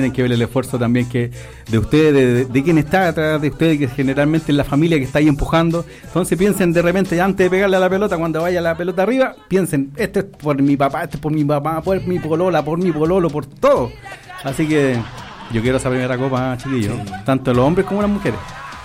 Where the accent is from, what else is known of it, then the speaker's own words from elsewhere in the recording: Curicó, Maule, Chile; curicanos somos guerreros.